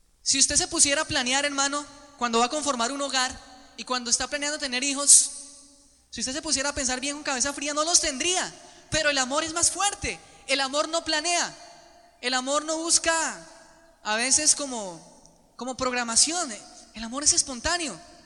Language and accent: Spanish; Bogotá, Colombia; born there; moved away as an adult; now in Villavicencio, Colombia; Soy allá, pues nací en Bogotá, pero estoy viviendo hace 7 años en la diócesis de Villavicencio.